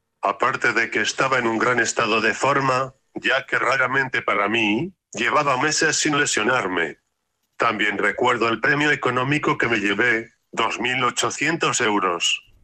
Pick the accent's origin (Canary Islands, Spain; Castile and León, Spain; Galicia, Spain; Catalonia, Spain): Castile and León, Spain; Estábamos de vacaciones en mi pueblo de Salamanca, y noté pérdida de fuerza en la mano izquierda partiendo un filete.